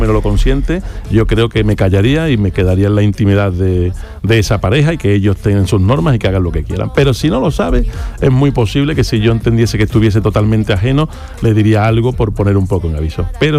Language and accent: Spanish; Utrera, Andalusia, Spain; Yo soy de Utrera, la gente de Utrera no tengo barco.